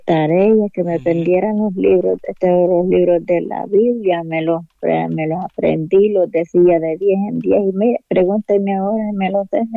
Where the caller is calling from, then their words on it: Jamastrán Valley, El Paraíso, Honduras; Hipoteca, Valle Jamastrán.